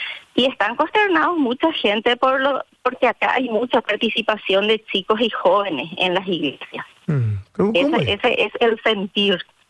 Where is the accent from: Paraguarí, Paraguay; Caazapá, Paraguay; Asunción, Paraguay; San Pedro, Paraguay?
Asunción, Paraguay; moved away as an adult; now in San Juan Bautista, Paraguay; Yo soy de Asunción, pero ya hace 10 años que estoy residiendo acá.